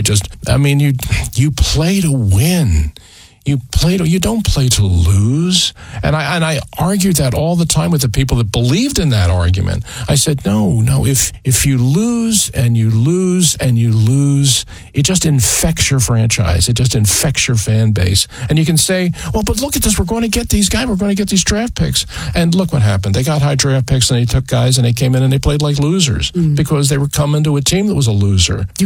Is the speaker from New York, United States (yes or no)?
no; Philadelphia, Pennsylvania, United States; raised here, went to school here, and worked here my whole life. I've never worked anywhere else. I am as Philadelphian as a Philadelphian can possibly be.